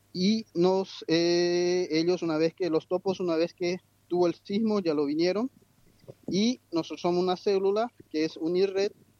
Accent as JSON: {"language": "Spanish", "country": "Paraguay", "said": "Estamos compuestos por Chile, chilenos, brasileños, argentinos y yo como paraguayo."}